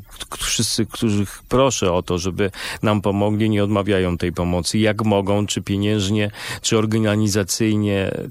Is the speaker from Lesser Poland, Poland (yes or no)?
yes; Kraków, Lesser Poland, Poland; moved away as an adult; now in Vilnius, Lithuania; Ja pochodzę z Krakowa, urodziłem się i wychowałem się w Krakowie, chociaż od 20 lat mieszkam w Wilnie